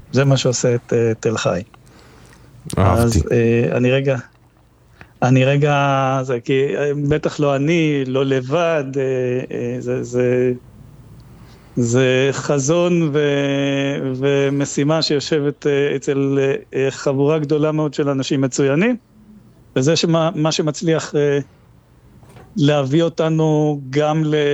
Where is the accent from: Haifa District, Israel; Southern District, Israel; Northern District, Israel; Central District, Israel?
Northern District, Israel; Kiryat Shmona; now in Metula, Israel; קודם הייתי מנכ״ל עיריית קריית שמונה, אני בן קריית שמונה ואני גר במטולה, כך שהאזור נמצא אצלי בדם.